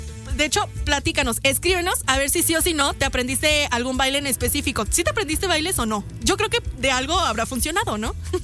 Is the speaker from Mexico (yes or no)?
yes; Mexico; soy de México